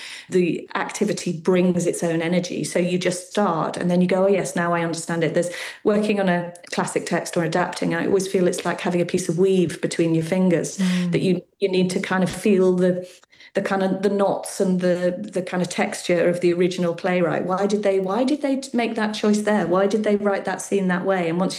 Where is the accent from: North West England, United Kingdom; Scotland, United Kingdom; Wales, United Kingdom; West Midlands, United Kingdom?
Scotland, United Kingdom; Edinburgh; I was brought up in Edinburgh.